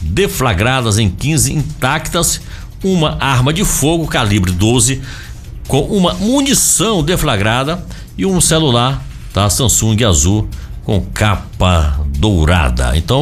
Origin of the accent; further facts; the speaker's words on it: Maranhão, Brazil; meu Maranhão, terra